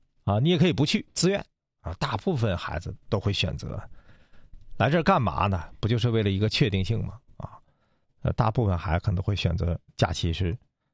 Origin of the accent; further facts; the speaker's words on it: Changchun, Jilin, China; 还是喜欢我们这个长春，适合宜居。